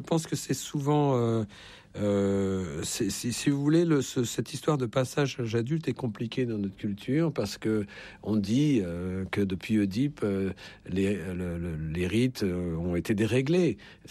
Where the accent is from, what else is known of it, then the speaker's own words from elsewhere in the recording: Paris, Île-de-France, France; en tant que petit Parisien, je ne connaissais pas Paris, je connaissais juste mon quartier.